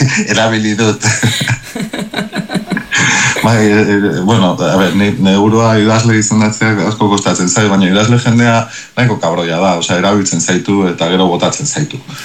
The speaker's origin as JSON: {"language": "Basque", "town": "Vitoria-Gasteiz", "region": "Basque Country", "country": "Spain", "said": "ni Gasteizkoa naiz"}